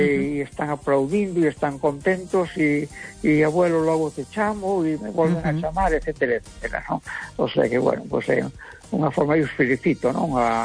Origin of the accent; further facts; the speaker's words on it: Galicia, Spain; E como galego, pues sí, pues a mí me gusta o Deportivo, me gusta o Celta, ¿verdad?